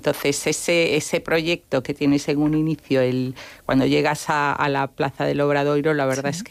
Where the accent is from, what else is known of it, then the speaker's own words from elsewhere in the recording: A Coruña, Galicia, Spain; aunque la mayoría somos de La Coruña, o el origen es La Coruña, pero al final nos hemos ido desperdigando por ahí.